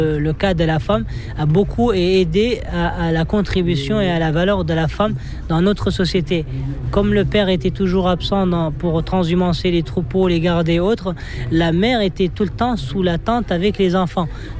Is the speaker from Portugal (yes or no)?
no; Zouérat, Tiris Zemmour, Mauritania; French is a second language; Alors moi j'ai grandi, je suis né dans la ville de nos jours, qui est une ville au nord du pays Zouérat, là où il y a la mine, l'exploitation du minerai de fer. Et donc je suis né dans la ville, j'ai grandi à l'école dans la ville